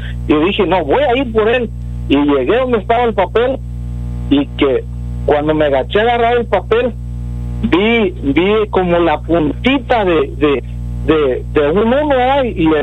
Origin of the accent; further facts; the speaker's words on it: California, United States; now in Alice, United States; pero yo soy de California, pero me tuve que quedar aquí en Alice, porque aquí me soltaron y pues aquí me quedé